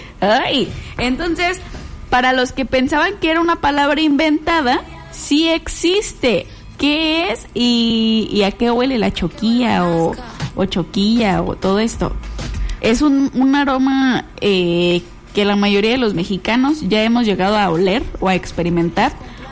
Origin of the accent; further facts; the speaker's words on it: Mexico; Acá nosotros somos mexicanos